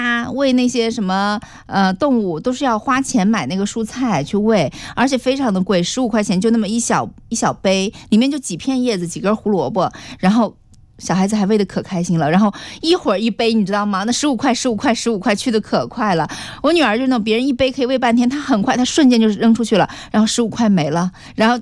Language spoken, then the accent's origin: Chinese; northern China, China; 就我们北方玉米面